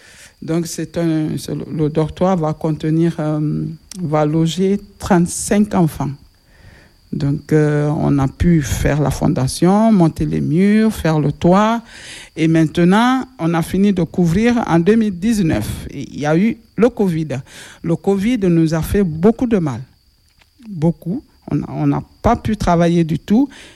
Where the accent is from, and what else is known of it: Nzérékoré, Nzérékoré Region, Guinea; born or raised there